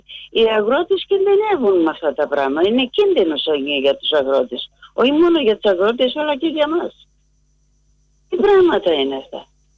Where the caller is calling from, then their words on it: Piraeus, Attica, Greece; από τον Περιά.